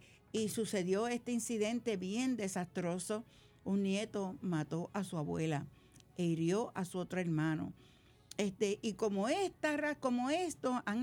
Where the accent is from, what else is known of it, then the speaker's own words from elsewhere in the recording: Puerto Rico; yo soy boricua de pura cepa, yo soy boricua de corazón y yo soy boricua del coquí. Eso es lo más... Yo soy boricua para que tú lo sepas.